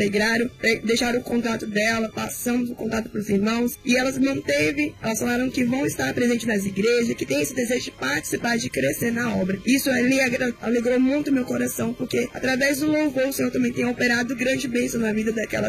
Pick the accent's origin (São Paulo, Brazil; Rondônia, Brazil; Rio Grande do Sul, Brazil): São Paulo, Brazil; eu sou de São Paulo, do bairro de Sumaré, da igreja de Sumaré, nosso pastor, pastor Robson.